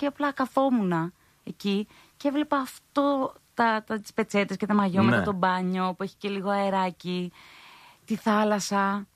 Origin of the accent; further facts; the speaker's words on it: Agrinio, Western Greece, Greece; Η καταγωγή μου είναι από το Αγρίνιο.